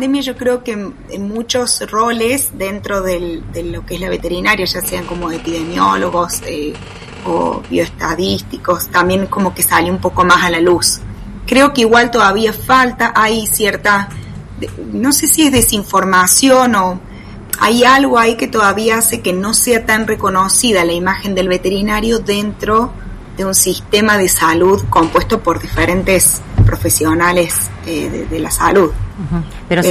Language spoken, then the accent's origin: Spanish; Alta Gracia, Córdoba, Argentina; moved away as an adult; also born or lived in Esperanza; soy de Altagracia, de Córdoba, y bueno, estudié en Esperanza